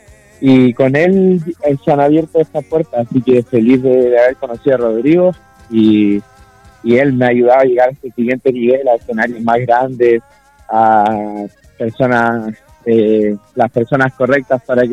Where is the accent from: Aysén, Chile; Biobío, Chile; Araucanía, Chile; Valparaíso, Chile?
Aysén, Chile; Villa O'Higgins; also born or lived in Cochrane; now in Santiago, Chile; Yo nací en Cochran y luego me crié en Villa O'Higgins, que son dos pueblitos súper aislados de la región de Aysén. Y luego fui recorriendo escenarios más regionales, locales, hasta que llegué a Santiago, actualmente donde vivo.